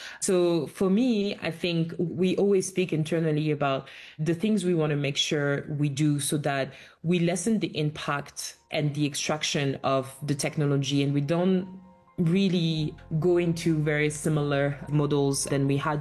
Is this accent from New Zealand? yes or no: no; France; moved away as an adult; also born or lived in Barbados / Japan / United States / United Kingdom; I grew up in France. My origins are on the continent, but I used to live in Barbados in the Caribbean. I've studied in Japan. I've worked in the US, in the UK